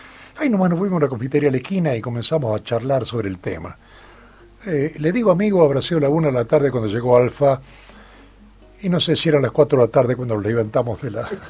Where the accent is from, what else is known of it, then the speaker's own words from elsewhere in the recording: Mendoza, Argentina; born there; moved away; Mendoza, porque es muy bonita la provincia donde yo nací y al que alguna vez tendré que volver. No volví más, volví varias veces a Mendoza, pero siendo adolescente, yo como adulto no volví